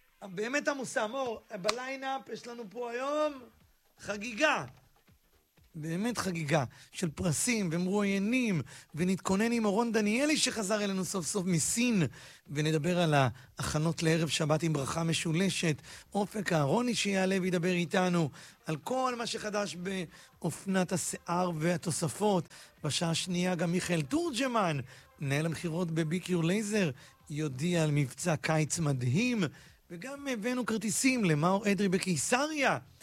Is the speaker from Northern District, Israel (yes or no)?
no; Bat Yam, Tel Aviv District, Israel; אנשים שאני אישית גדלתי איתם בבת ים, אנחנו בני אותו גיל כמעט